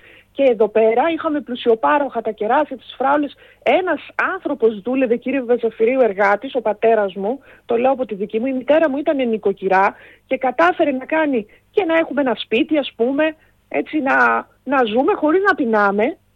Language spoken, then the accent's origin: Greek; Kozani, Western Macedonia, Greece; όταν ήμουν μικρή, που είμαστε και από την Μακεδονία, έτσι, ήταν κοντά η Έδεσα και αυτά που βγάζει από τα ωραιότερα κεράφια που υπάρχουν, και βέβαια και τα μέρη μου και στην Κοζάνη.